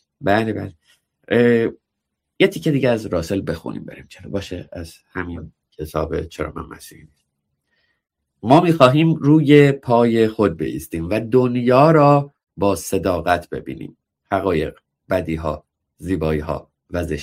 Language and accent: Persian; Iran; moved away; من 20 سال پیش از ایران اومدم بیرون